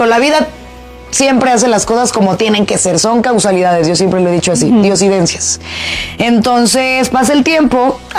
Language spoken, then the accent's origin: Spanish; Celaya, Guanajuato, Mexico; born there; Yo nací en Celaya, Guanajuato. Ajá. Yo soy provinciana orgullosa y me encanta mi ciudad. Salí de ahí a los 18 años por necesidad